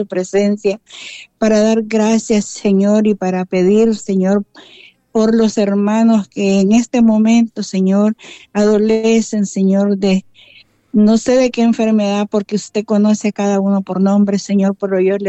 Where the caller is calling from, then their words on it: San Pedro Sula, Cortés, Honduras; Le llamo de San Pedro Sula.